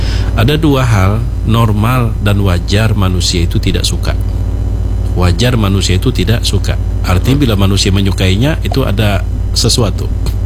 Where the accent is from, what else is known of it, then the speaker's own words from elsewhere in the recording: Kalimantan, Indonesia; Apalagi kita ini orang Kalimantan